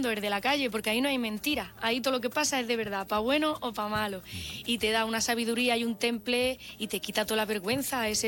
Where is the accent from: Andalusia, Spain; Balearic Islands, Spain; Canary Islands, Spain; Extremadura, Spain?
Andalusia, Spain; Caniles; Cantarle a mi pueblo y encima le he escrito una canción a mi pueblo es como la mejor bendición que puede tener una persona.